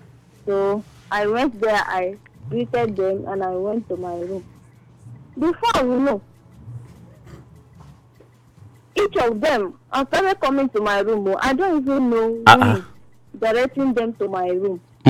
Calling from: Port Harcourt, Rivers, Nigeria; I'm calling from Rumola and I'm a first time caller.

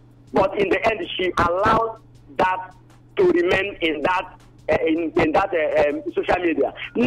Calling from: Nigeria; we Nigerians

